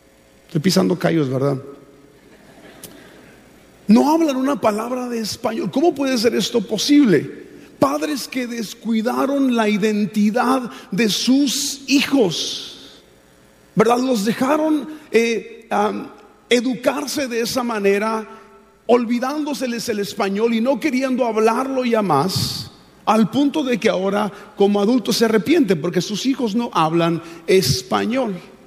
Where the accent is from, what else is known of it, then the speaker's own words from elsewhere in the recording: Mexico; moved away; En nuestro caso somos de México.